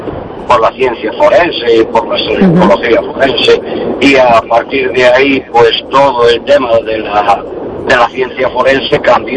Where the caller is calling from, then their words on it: A Coruña, Galicia, Spain; de La Coruña